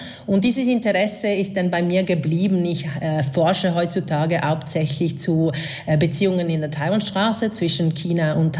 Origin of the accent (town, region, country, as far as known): Venice, Veneto, Italy